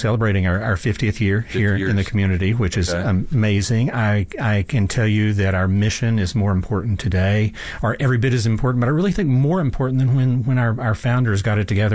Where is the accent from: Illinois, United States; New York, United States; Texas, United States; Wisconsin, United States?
Texas, United States; Arlington; I grew up in Arlington, and that was Arlington of many years ago before the Cowboys invaded, before Jerry arrived.